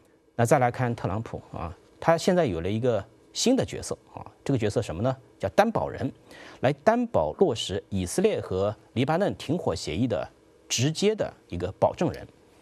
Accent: China; 我们中国人说呢，听话听音儿啊

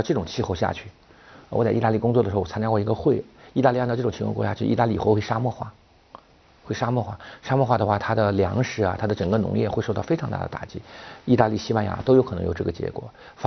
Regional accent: China; 我们中国人

